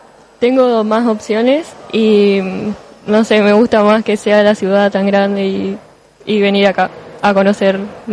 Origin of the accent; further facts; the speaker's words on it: Cerrito, Entre Ríos, Argentina; Venimos de Cerrito, Entre Ríos